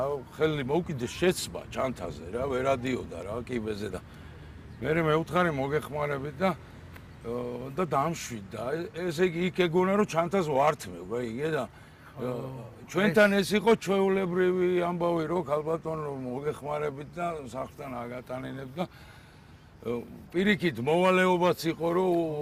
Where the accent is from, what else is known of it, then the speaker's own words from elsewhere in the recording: Tbilisi, Georgia; გავიზარდე მოსაშვილის ქუჩა ვაგის პარკთან.